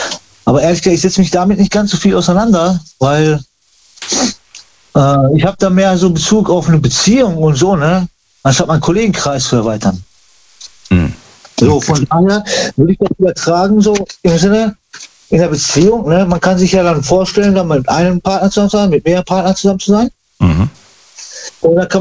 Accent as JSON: {"language": "German", "town": "Recklinghausen", "region": "North Rhine-Westphalia", "country": "Germany", "said": "Ich bin aus Nordrhein-Westfalen."}